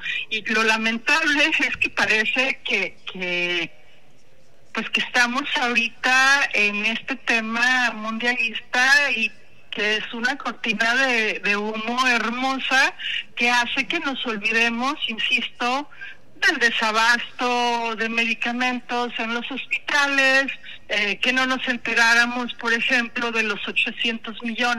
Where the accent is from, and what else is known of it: Mexico